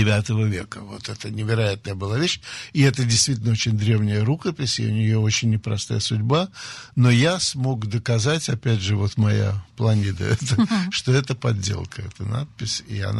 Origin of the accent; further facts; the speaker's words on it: Saint Petersburg, Russia; Слушайте, я мальчик питерский, занимался каратэ, прошел русскую армию советскую